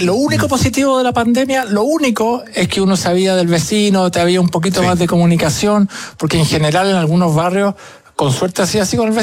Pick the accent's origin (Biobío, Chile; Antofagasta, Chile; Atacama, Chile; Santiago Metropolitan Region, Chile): Santiago Metropolitan Region, Chile; Santiago; Bueno, yo nací acá en Santiago, en la Clínica Santa María, y de ahí me he movido en la casa que todavía vive mi mamá, que en el barrio El Golf, en Las Condes, en la calle Málaga